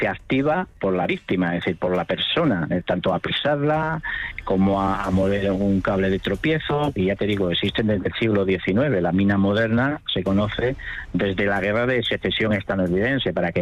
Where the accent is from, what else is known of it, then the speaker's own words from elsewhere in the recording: Asturias, Spain; soy un asturiano de pura cepa